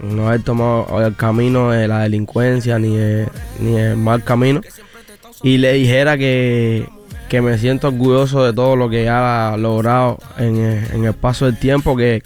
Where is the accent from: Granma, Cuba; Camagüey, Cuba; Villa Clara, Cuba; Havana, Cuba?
Havana, Cuba; moved away; Bueno, yo soy natural de La Habana, la capital de Cuba.